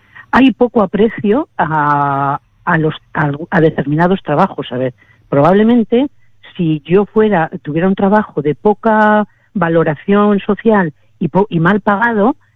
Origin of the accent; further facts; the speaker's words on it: Castile and León, Spain; A ver, yo soy de campo, yo soy del pueblo de Palencia, y mi padre era agricultor, trabajaba en una finca gigantesca con más de 800 árboles, con mucho trabajo de campo, y yo eso lo he mamado, lo he vivido